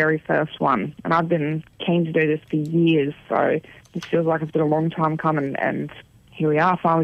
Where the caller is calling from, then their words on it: Townsville, Queensland, Australia; From Townsville.